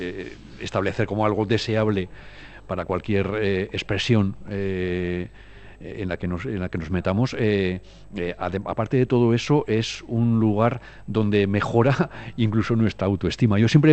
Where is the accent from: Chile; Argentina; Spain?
Spain; Zaragoza, Aragon; Yo soy zaragozano.